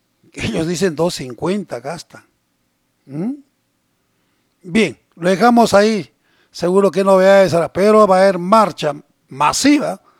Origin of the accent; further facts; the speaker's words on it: Ilabaya, Tacna, Peru; Yo soy de un distrito millonario como es Silabaya, donde tiene millones y donde viene mucha gente afuera y trabaja.